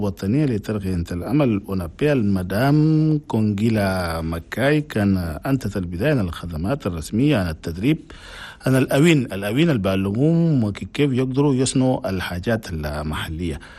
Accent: Chad

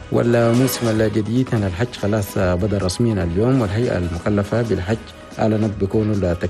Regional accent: Chad

